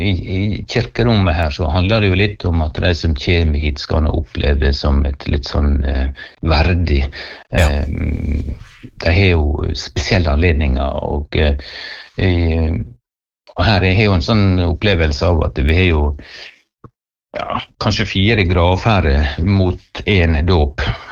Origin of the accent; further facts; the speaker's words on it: Møre og Romsdal, Norway; moved away; det klart at jeg er jo sunnmøring og kommer til å forbli sunnmøring.